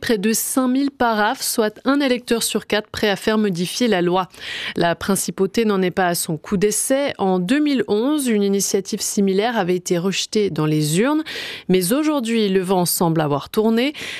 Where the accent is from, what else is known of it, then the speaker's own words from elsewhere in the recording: Switzerland; chez nous en Suisse.